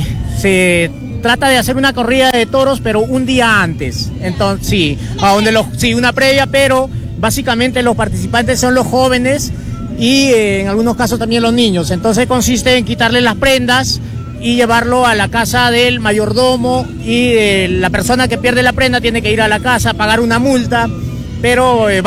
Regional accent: Toro, Arequipa, Peru; Nosotros venimos desde la Catarata de Sipia, desde el Distrito de Toro, Provincia de La Unión

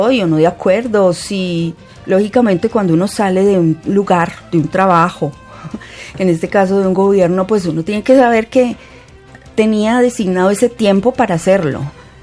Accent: Colombia

